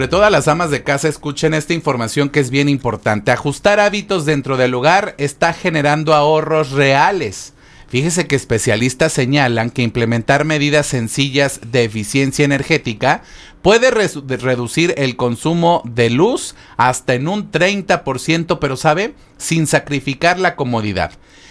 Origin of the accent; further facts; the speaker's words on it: Mexico; Los mexicanos, ahora con lo que decía Carmen, somos como que somos muy hospitalarios